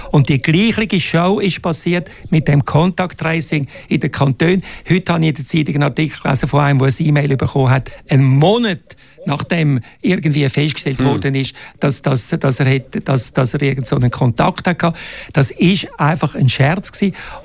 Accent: Switzerland; Wir sind eben Schweizer, wir sind freiheitsliebend.

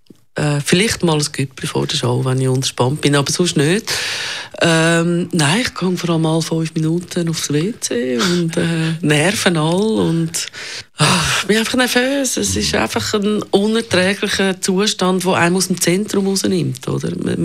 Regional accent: Zurich, Switzerland; ich bin im Niederdorf aufgewachsen. Mein Vater hat 40 Jahre lang an der Luisenstrasse im Kreis 5 Büro gehabt. Ich kenne den Kreis 5 schon wirklich seit Kind. Und ich wohne selber seit 35 Jahren im Kreis 5.

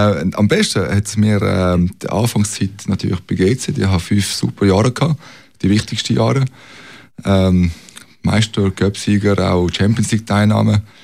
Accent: Basel, Basel-Stadt, Switzerland; für mich als Basler

